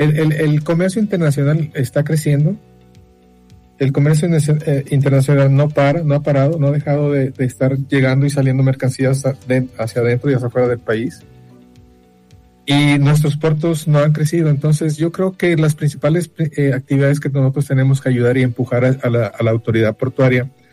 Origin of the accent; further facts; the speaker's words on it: Manzanillo, Colima, Mexico; Yo soy del puerto de Manzanillo, soy un agente naviero en el ramo de carga general